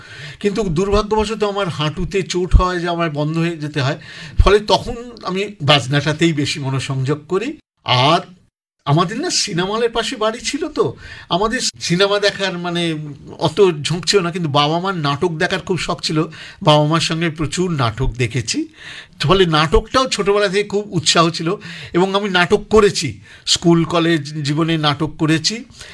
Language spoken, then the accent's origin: Bangla; Kolkata, West Bengal, India; আমি মামার বাড়িতে মানে দেশপ্রিয় পার্কেই মানুষ হয়েছি, আর আমার পৈতৃক বাড়ি ফার্ন রোডে।